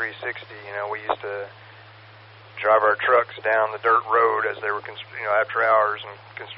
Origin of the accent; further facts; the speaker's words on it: Austin, Texas, United States; Like I said, I grew up in South Austin.